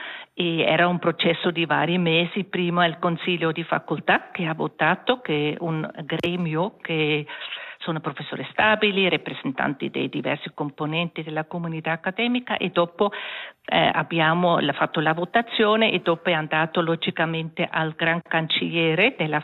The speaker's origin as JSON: {"language": "Italian", "region": "German-speaking Switzerland", "country": "Switzerland", "second_language": "Italian", "said": "sono svizzera tedesca"}